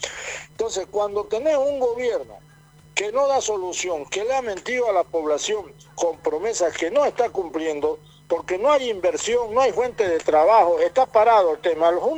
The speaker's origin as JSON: {"language": "Spanish", "country": "Bolivia", "said": "¿Y el resto del pueblo acaso no somos bolivianos?"}